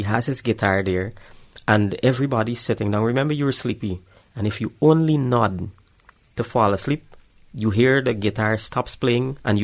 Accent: Bartica, Cuyuni-Mazaruni, Guyana; My upbringing, growing up in Bartica, my parents, my dad, he is now deceased.

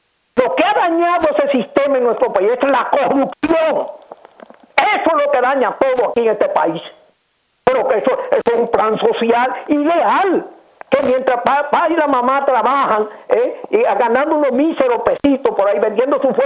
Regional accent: Dominican Republic; now in Puerto Plata, Dominican Republic; lo que daña en mi país todo es la jodida corrupción

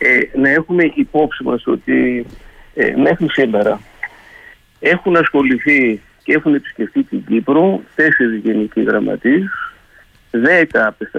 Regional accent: Greece; είμαι ο Έλληνας πρέσβης.

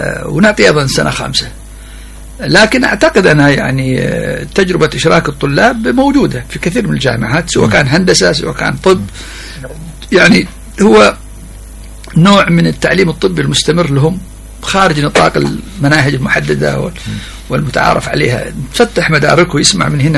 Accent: Yemen

